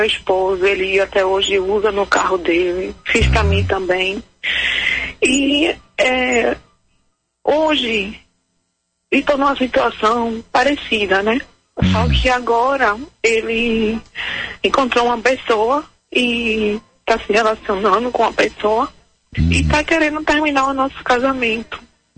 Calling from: Recife, Pernambuco, Brazil; De Recife.

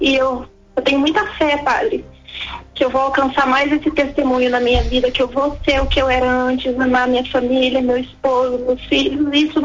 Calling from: Paraná, Brazil; Eu sou do Paraná, padre.

